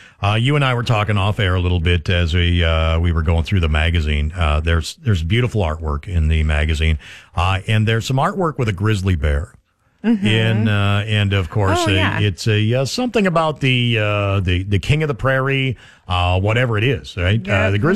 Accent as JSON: {"language": "English", "region": "South Dakota", "country": "United States", "tie": "born or raised there", "said": "I grew up in South Dakota"}